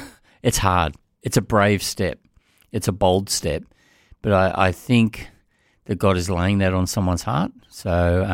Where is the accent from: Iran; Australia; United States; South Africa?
Australia; Sydney, New South Wales; moved away as an adult; now in Central Coast, Australia; I grew up in Western Sydney, like in the Bankstown sort of area, and we were married, and we were living in Chester Hill, and we'd been living in Chester Hill for about 10 years.